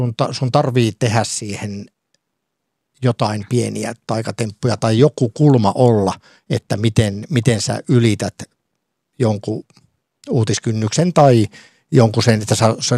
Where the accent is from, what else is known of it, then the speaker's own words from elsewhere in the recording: Lapland, Finland; ei meillä Lapissa ole kourallinen hyviä ravintoloita.